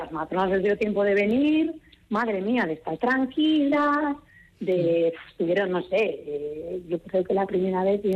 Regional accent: Errenteria, Basque Country, Spain; sí, yo soy de Rentería, y coincidió

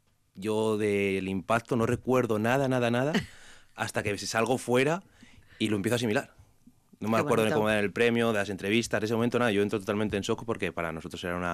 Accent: Zamora, Castile and León, Spain; moved away; Yo vengo de Zamora por cuestión de trabajo de mis padres

